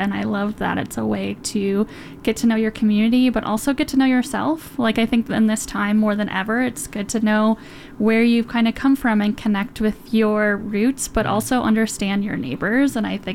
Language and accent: English; Wisconsin, United States; now in Utah, United States; where I'm from, if you can't recognize my accent